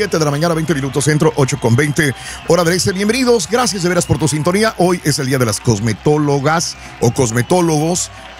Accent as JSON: {"language": "Spanish", "country": "Mexico", "said": "Soy mexicano"}